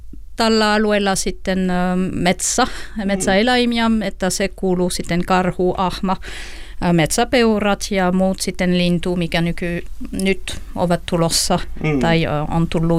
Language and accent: Finnish; France; Finnish is a second language; now in Finland; Olen ranskalainen. Olen tullut tällä kylälle 2001.